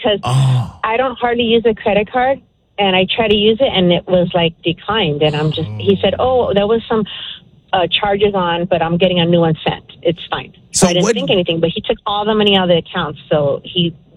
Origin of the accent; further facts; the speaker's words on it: Huntington Beach, California, United States; Anyways, I'm from Huntington Beach.